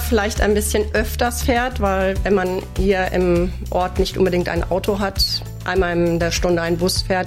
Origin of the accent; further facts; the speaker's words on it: Rees, North Rhine-Westphalia, Germany; Ich bin hier in Ries geboren.